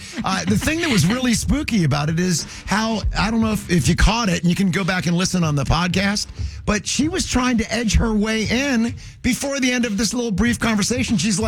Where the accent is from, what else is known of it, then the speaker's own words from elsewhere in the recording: Baltimore, Maryland, United States; we grew up here in Baltimore.